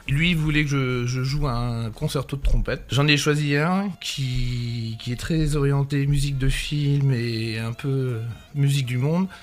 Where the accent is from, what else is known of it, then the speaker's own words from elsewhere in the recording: Grand Est, France; moved away as an adult; also born or lived in Alsace; now in Aube, France; moi, je viens de Lorraine à la base, donc j'ai passé mon prix de trompette à Metz. Et après, j'ai bifurqué sur l'Alsace. Je me suis retrouvé dans l'Aube pour faire un travail de musicien intervenant en école.